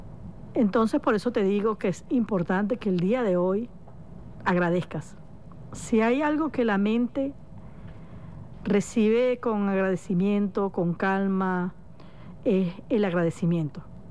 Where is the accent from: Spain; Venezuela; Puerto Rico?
Venezuela; Somos uno solo en este momento, somos hermanos venezolanos que nos necesitamos los unos a los otros.